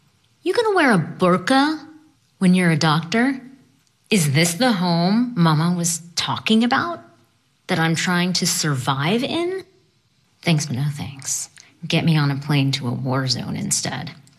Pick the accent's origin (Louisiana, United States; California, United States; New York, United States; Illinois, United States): Louisiana, United States; New Orleans; born there; now in Houston, United States; I was born in New Orleans to a Pakistani-American family. I currently live in Houston, Texas